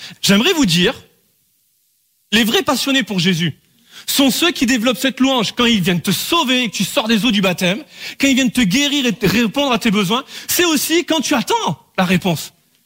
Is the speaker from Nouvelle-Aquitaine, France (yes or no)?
yes; Bordeaux, Nouvelle-Aquitaine, France